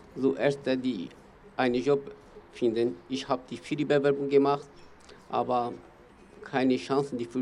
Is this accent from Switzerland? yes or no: no; Turkey; German is a second language; now in Tübingen, Germany; Meine Heimat ist sehr schwierig für die Leben. und für die immer die Politik und auch sehr schwierig für die Kurden. Ich komme aus der Türkei.